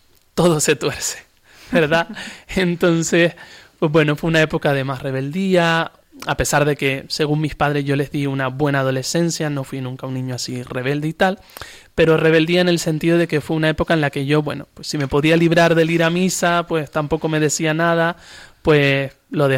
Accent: Arrecife, Canary Islands, Spain; born there; la parroquia de San José Obrero, en Titerroy, que es la parroquia a la que, por donde yo vivo en Arrecife, pertenezco.

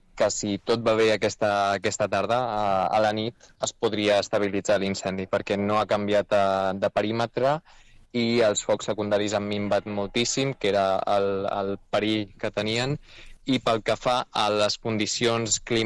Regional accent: Castellar, Catalonia, Spain; jo sóc de castellà

